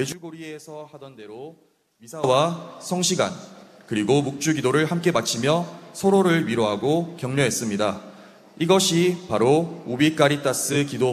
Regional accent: South Korea; 저희는 한국에서 왔고

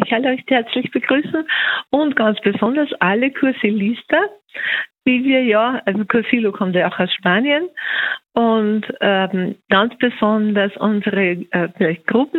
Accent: Upper Austria, Austria; Ganz oben, also 10 Kilometer weg von Stift Schlegel.

